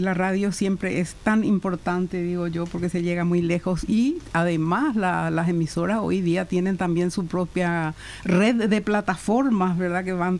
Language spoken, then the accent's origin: Spanish; Paraguay; Soy paraguaya.